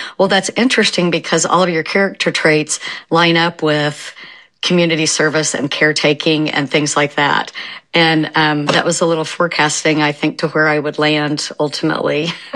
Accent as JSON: {"language": "English", "region": "Oklahoma", "country": "United States", "tie": "born or raised there", "said": "I grew up in Oklahoma, fourth generation Oklahomans, on both sides of my family"}